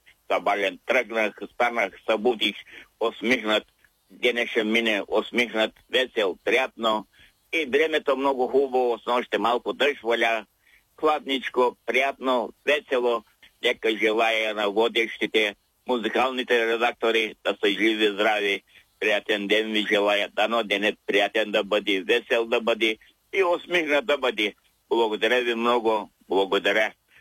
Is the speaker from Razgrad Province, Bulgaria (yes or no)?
no; Dulovo, Silistra Province, Bulgaria; от Дулово